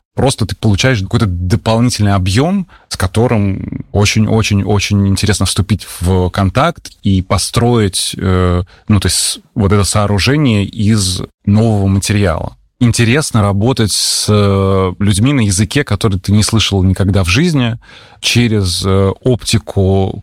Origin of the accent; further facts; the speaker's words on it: Saint Petersburg, Russia; moved away as an adult; now in Yerevan, Armenia; я же из Петербурга